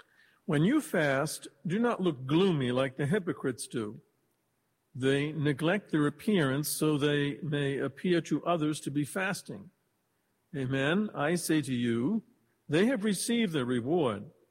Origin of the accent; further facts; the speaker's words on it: Boston, Massachusetts, United States; I'm a Bostonian